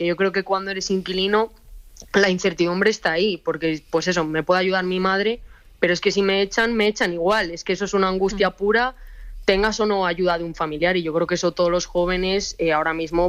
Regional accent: Ponferrada, Castile and León, Spain; O sea, lo único que espero es que no me toque volver a Ponferrada. O sea, lo siento mucho, quiero mucho mi tierra y me encanta volver momentáneamente, pero no me gustaría volverme allá a vivir, ¿no?

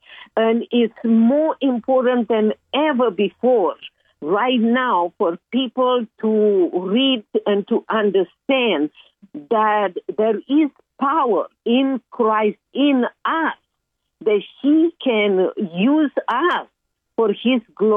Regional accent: Romania; moved away as an adult; now in United States; I was a troublemaker in Romania.

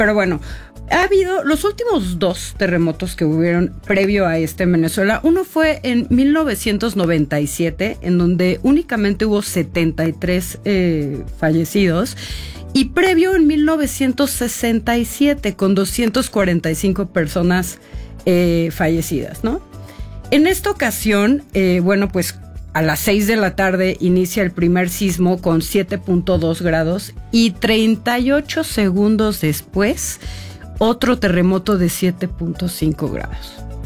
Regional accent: Mexico

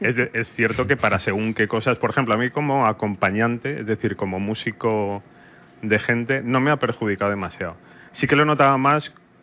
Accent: Valencian Community, Spain; Soy valenciano con V.

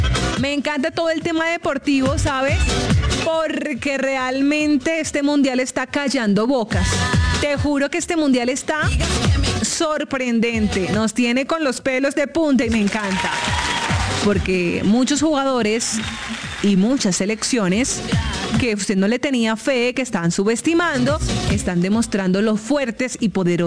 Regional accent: Colombia; Colombia, porque somos colombianos, mi amor.

